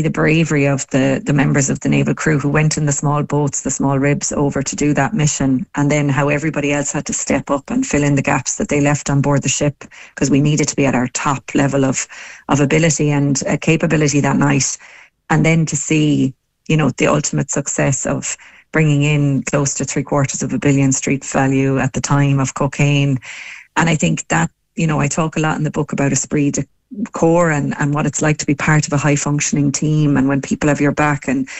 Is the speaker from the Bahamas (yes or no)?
no; Munster, Ireland; But yeah, I come from Tipperary, would you believe, a small farm. And I suppose I grew up on the farm back in the 80s and 90s.